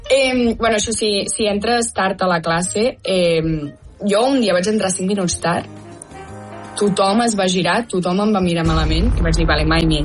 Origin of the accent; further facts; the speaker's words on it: Catalonia, Spain; moved away as an adult; now in United States; som quatre catalans